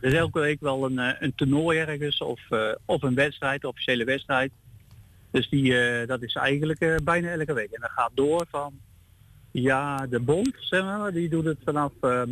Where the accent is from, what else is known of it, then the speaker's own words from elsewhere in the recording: Ede, Gelderland, Netherlands; Wij komen uit Ede vandaan.